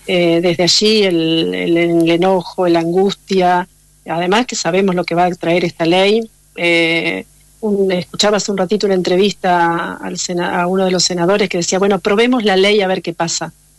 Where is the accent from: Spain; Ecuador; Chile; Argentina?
Argentina; Concepción del Uruguay, Entre Ríos; Yo soy de Concepción del Uruguay